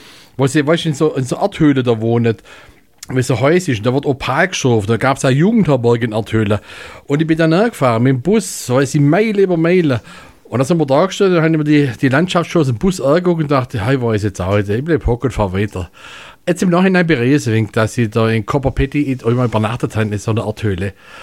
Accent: Baden-Württemberg, Germany; accent: Italian Swabian; Ah, aus meiner Heimat, gut.

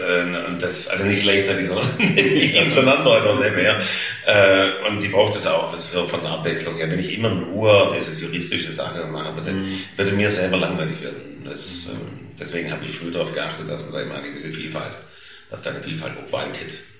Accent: Stuttgart, Baden-Württemberg, Germany; accent: Swabian

